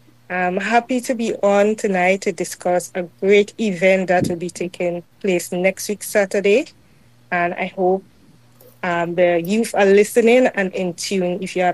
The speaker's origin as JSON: {"language": "English", "town": "Marigot", "region": "Saint Andrew", "country": "Dominica", "said": "I'm from Marigot in Dominica."}